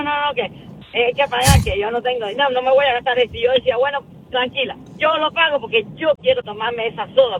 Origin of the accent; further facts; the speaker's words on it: Cuba; moved away; yo soy cubana